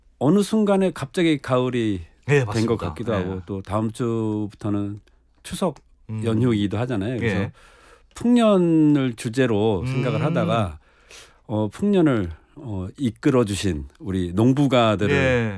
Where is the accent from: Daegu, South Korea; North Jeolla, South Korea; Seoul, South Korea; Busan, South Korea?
North Jeolla, South Korea; Iksan; accent: Iksan dialect; 네, 학교 다니면서 이렇게 보면 나중에 알고 보니 제가 전북 익산말을 쓰고 있었다는 것을 나중에 알았죠.